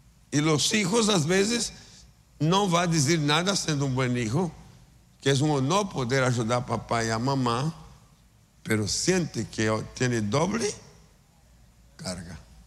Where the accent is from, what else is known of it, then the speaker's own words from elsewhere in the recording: Brazil; en mi país, Brasil